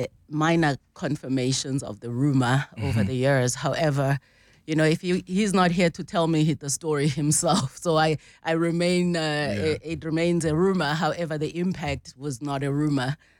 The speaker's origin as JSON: {"language": "English", "region": "KwaZulu-Natal", "country": "South Africa", "tie": "born there", "also_born_or_lived": "Eastern Cape", "moved": "yes", "lives_now": "Johannesburg, South Africa", "said": "I was born in KZN. Mm-hmm. I was born in Mbangini. It's Kawini, actually."}